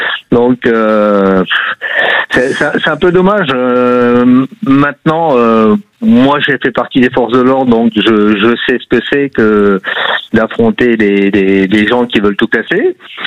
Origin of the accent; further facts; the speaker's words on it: Hauts-de-France, France; now in Clermont-Ferrand, France; je suis originaire du Nord, donc je connais bien Lens, Lille, tout ça.